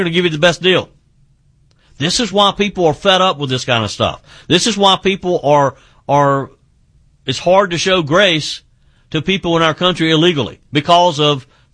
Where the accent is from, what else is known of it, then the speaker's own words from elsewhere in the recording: South Carolina, United States; he called out Dr. Annie Andrews in my home state of South Carolina